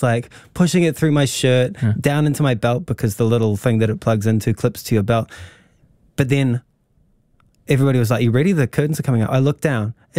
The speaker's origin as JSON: {"language": "English", "country": "New Zealand", "said": "etched into me as a New Zealander. Maybe that makes me somewhat of a failure as a New Zealander."}